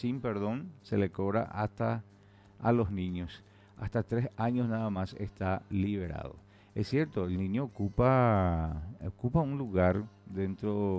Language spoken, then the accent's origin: Spanish; Pedro Juan Caballero, Amambay, Paraguay; muchos somos pedrojuaninos